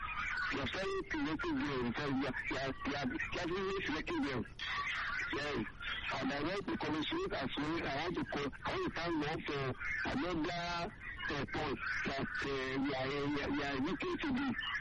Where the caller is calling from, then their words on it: Ibadan, Oyo, Nigeria; I'm calling from Ibadan.